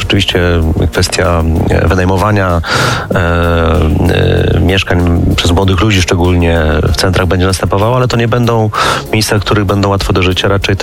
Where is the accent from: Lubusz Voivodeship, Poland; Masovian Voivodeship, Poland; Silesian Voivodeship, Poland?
Masovian Voivodeship, Poland; Warsaw; ja obydwa jesteśmy z Warszawy